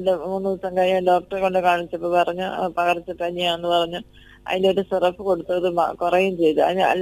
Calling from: Nedumangad, Kerala, India; നെടുമങ്ങാട്ടുനിന്നാണ്.

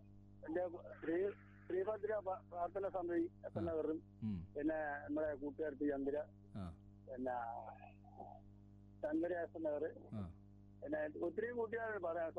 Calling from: Thrikkunnapuzha, Kerala, India; തൃക്കുന്നപ്പുഴ, ആലപ്പുഴയിൽ.

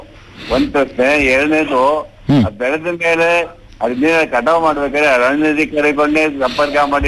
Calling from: Karnataka, India; ನಾನು ಪಾಂಡವಪುರ ತಾಲೂಕು ಕ್ಯಾತಂಡಿ ಗ್ರಾಮದ

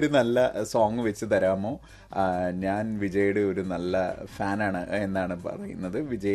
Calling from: North Paravur, Kerala, India; North പറവൂരിൽ നിന്നാണ്.

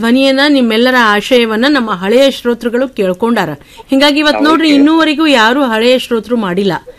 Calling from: Naragund, Karnataka, India

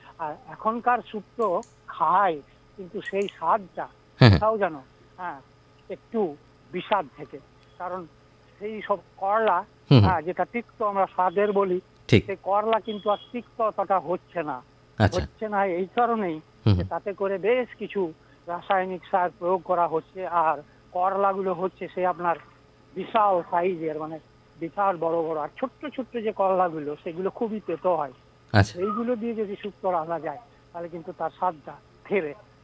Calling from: Dubrajpur, West Bengal, India; আমি পশ্চিমবঙ্গের বীরভূম জেলার দুবরাজপুর থেকে

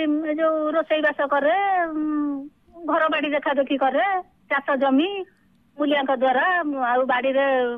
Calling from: Jagatsinghpur, Odisha, India

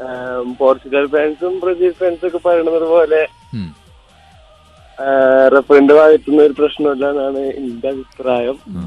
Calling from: Malappuram, Kerala, India; Malappuram.

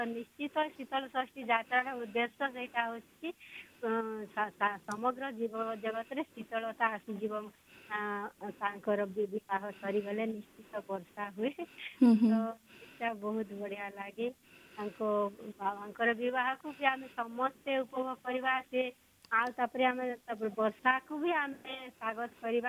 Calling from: Bargarh, Odisha, India

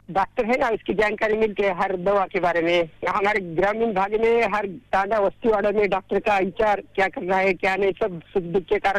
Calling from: Nanded, Maharashtra, India

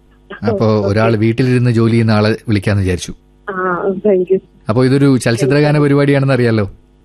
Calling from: Thattayil, Kerala, India; പത്തനംതിട്ട തട്ടയിൽ നിന്നാണ്.

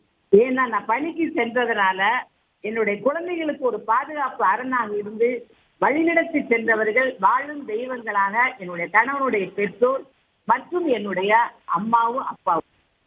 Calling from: Chinnamanur, Tamil Nadu, India; தேனி மாவட்டம் சின்னமனூர்

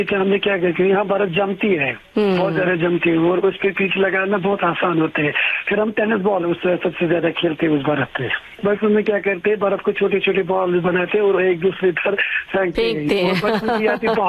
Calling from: Budgam, Jammu and Kashmir, India; Central Kashmir के Badgaon district से आपके साथ बात कर रहा हूँ।

